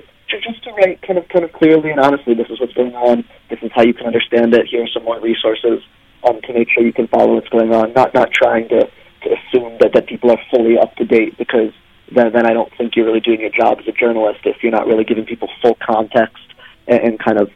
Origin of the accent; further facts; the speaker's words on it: St. Louis, Missouri, United States; now in Washington, United States; St. Louis, Missouri.